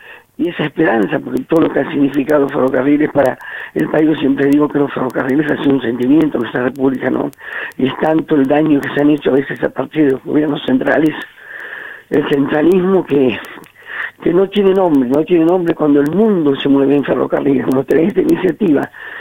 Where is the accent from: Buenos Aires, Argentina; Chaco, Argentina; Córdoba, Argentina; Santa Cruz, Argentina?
Santa Cruz, Argentina; y pienso como Santa Cruceña.